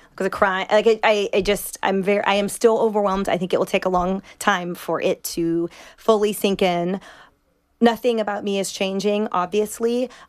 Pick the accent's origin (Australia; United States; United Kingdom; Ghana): United States; West Coast; because we're from the West Coast, and in no way am I belittling or generalizing people who aren't